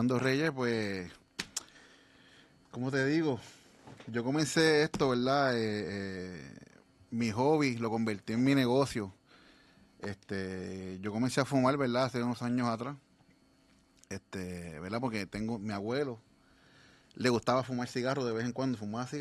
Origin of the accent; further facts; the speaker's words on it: San Juan, Puerto Rico; born there; yo nací en San Juan, ¿verdad? Mi crianza fue espectacular. Tuve mis cuatro abuelos